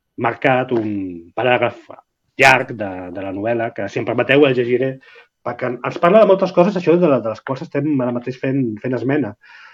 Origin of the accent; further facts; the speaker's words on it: Barcelona, Catalonia, Spain; jo que sóc de Barcelona ciutat, és a dir, que no sóc de l'àmbit rural